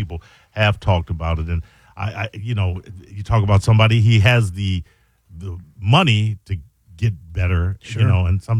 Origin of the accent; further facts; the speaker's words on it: Chicago, Illinois, United States; He was a former Chicago police officer, retired as a Chicago police officer because we're all from Chicago, and then ended up moving down here.